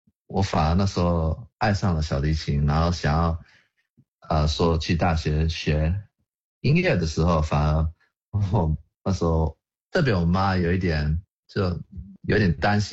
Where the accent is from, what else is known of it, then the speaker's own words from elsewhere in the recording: Brisbane, Queensland, Australia; 因为我们在澳洲布里斯本长大